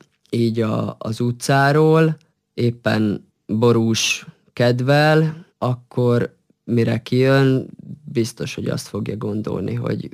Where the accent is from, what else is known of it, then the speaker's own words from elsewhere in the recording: Senta, Vojvodina, Serbia; Igen, Zentán is töltöttem úgy a eddigi fiatalságom meghatározó részét. Ott nőttem fel 6 éves koromtól egészen 20 éves koromig. Ott jártam ki az általános iskolát, a gimnáziumot.